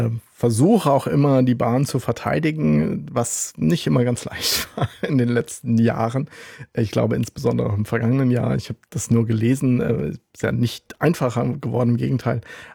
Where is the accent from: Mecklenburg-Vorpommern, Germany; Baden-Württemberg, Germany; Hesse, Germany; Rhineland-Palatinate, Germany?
Rhineland-Palatinate, Germany; Ich bin ja ein Kind des Landes. Ich bin in Rheinland-Pfalz in einer ländlichen Region aufgewachsen.